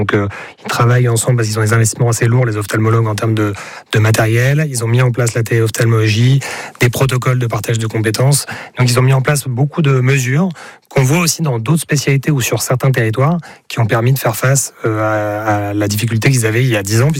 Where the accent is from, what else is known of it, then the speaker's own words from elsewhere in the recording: Hauts-de-France, France; moi je viens de Picardie, de l'Aisne par exemple